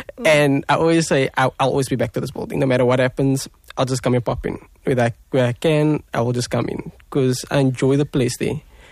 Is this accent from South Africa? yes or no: yes; South Africa; As a South African